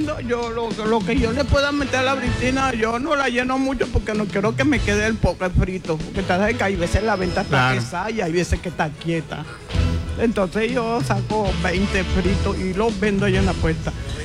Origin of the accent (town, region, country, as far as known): Calamar, Bolívar, Colombia